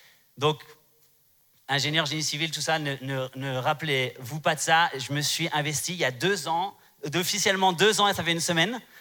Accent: Strasbourg, Grand Est, France; Je viens de Strasbourg, je vous l'ai dit hier, pour ceux qui viennent là cet après-midi, Strasbourg, c'est en France, ok? C'est sur la bordure allemande, mais c'est en France.

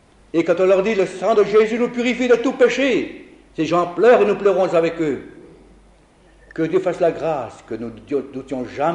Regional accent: Italy; now in Paris, France; puisque je suis italien, à Paris chez moi, à domicile, et me dire, vous êtes italien, votre place est sur le front.

